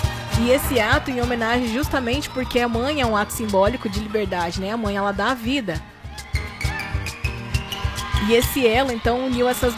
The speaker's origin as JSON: {"language": "Portuguese", "country": "Brazil", "moved": "yes", "lives_now": "Paraguay", "said": "Eu que sou brasileira, né, falo o português"}